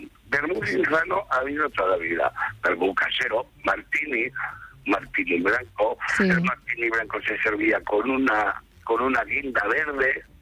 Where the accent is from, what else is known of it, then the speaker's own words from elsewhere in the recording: Gallur, Aragon, Spain; Eso no lo he comido más que en mi pueblo, en Gallur.